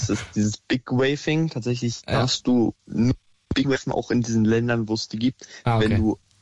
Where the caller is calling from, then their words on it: Strausberg, Brandenburg, Germany; Vor Ort, Strausberg, so aus...